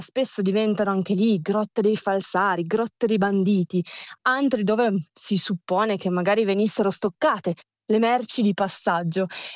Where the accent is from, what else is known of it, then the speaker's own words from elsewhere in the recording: Piedmont, Italy; E c'è un sentiero nascosto dalle mie parti, in particolare in Valle Gesso, nel Parco Naturale delle Alpi Marittime, a monte di San Giacomo di Entracque, che è un posticino piccolo così.